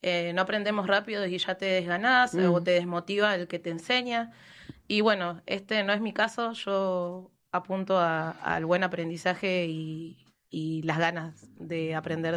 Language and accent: Spanish; Argentina; estoy en un centro de formación, un punto de formación en Villa Escazo, de donde soy yo